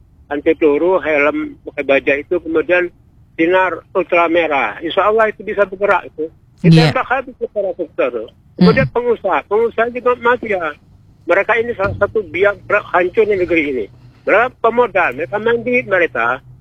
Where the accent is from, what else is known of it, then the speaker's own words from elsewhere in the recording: Indonesia; Kok maaf kita orang asli Indonesia hidup garis kemiskinan